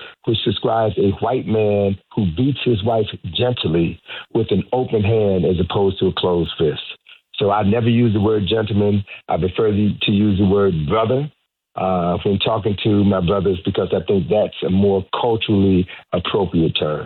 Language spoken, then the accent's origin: English; Chicago, Illinois, United States; part of this energy comes from me growing up in Chicago. I spent my first 21 years of life growing up in Chicago.